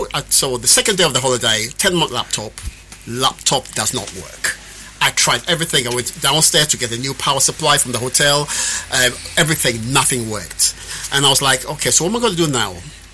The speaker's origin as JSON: {"language": "English", "region": "London", "country": "United Kingdom", "tie": "born or raised there", "said": "I grew up in Tottenham, right? I grew up in Tottenham."}